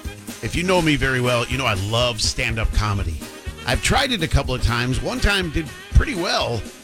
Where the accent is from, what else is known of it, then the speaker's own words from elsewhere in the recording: Chicago, Illinois, United States; It was me telling all these jokes about growing up in Chicago